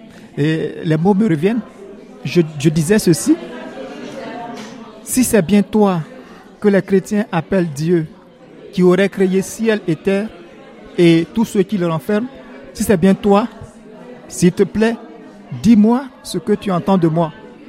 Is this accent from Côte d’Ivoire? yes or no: yes; Côte d’Ivoire; je suis originaire de la Côte d'Ivoire, voilà, j'ai 36 ans, je suis le fils aîné d'une famille de 7 enfants.